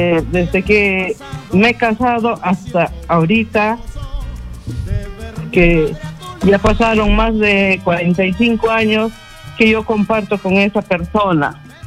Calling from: Huaraz, Ancash, Peru; Le hablo de Huaraz

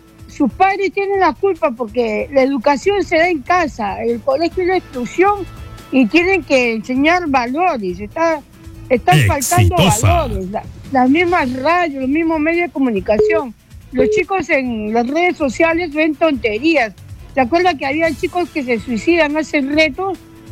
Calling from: Lima, Peru

